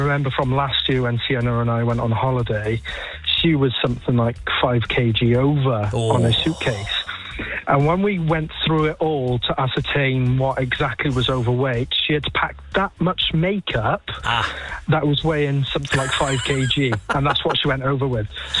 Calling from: Talybont-on-Usk, Wales, United Kingdom; I'm calling from Tallybont-upon-Usk, which is in Wales, near Brecon.

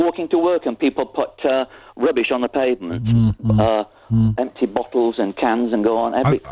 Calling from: Yorkshire and the Humber, United Kingdom; I come from Yorkshire.

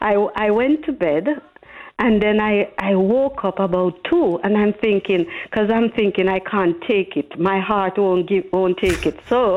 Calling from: Jamaica; I'm from Jamaica

